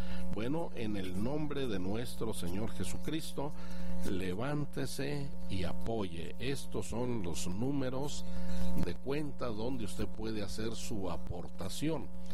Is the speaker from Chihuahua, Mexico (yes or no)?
yes; Chihuahua, Mexico; Comencé evangelizando en mi ciudad natal, que es Chihuahua, y de allí, después de eso, fui misionero 3 años